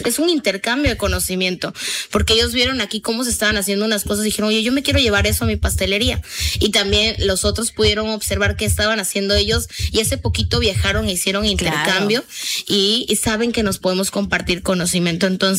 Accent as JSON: {"language": "Spanish", "region": "Tabasco", "country": "Mexico", "said": "qué nivel somos los tabasqueros."}